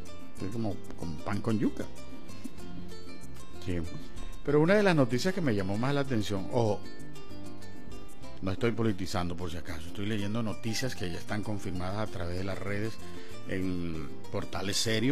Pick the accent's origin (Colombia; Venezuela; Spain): Venezuela; a mí como venezolano me sorprendió